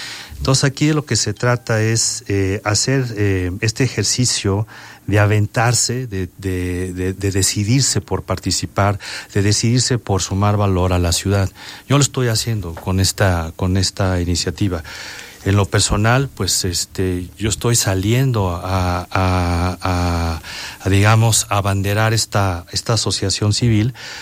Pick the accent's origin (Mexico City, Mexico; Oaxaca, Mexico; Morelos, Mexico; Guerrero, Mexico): Morelos, Mexico; Cuernavaca; Somos la gente de Cuernavaca.